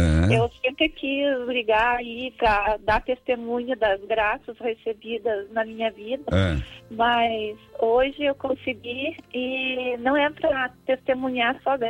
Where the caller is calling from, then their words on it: Guarapuava, Paraná, Brazil; Eu falo de Guarapuava.